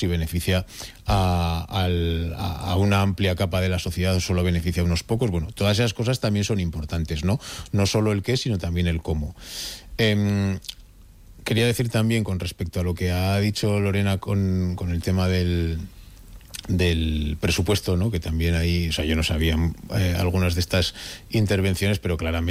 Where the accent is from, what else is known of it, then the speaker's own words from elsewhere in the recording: Zaragoza, Aragon, Spain; yo que soy de las Delicias... Las Delicias es que efectivamente es un barrio muy grande y en ese sentido, hay zonas que están muy apelmazadas